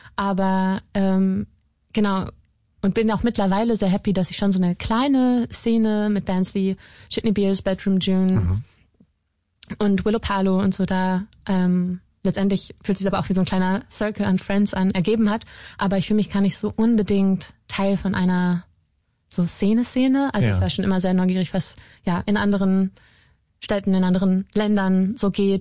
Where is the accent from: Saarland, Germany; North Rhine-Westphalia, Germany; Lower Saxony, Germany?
Lower Saxony, Germany; moved away as an adult; now in Hamburg, Germany; Ursprünglich komme ich aus der Nähe von Hannover.